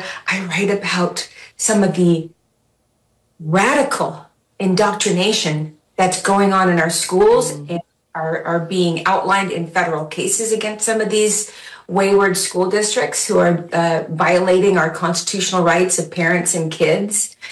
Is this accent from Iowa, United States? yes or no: no; California, United States; also born or lived in Philadelphia; I've been a lifelong Californian. I've been here since I was four. I was born in Philadelphia, but you know, I spent my whole life in California.